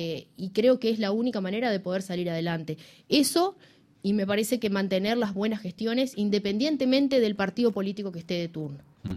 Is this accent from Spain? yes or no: no; Paysandú, Uruguay; yo en mi caso soy de Paysandú, no hay quien no diga qué buena la fiesta de la cerveza.